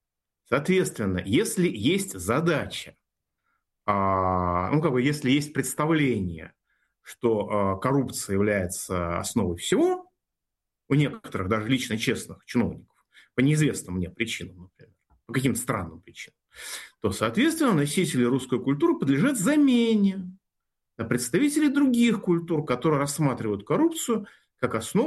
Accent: Russia; мы с вами, как граждане России, коренные

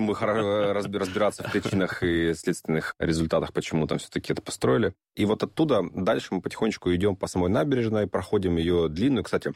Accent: Horlivka, Donetsk Oblast, Ukraine; я же там из Горловки, у нас в магазинах стояло это Жигулевское.

